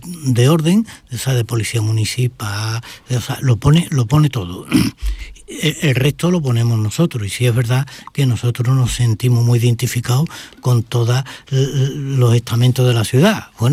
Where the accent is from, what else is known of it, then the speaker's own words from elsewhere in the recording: Seville, Andalusia, Spain; yo soy muy sevillano, por cierto, mi mujer es malagueña.